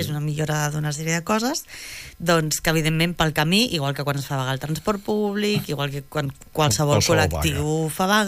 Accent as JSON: {"language": "Catalan", "town": "Badia del Vallès", "region": "Catalonia", "country": "Spain", "tie": "born or raised there", "said": "Jo soc de Badia del Vallès, eh?"}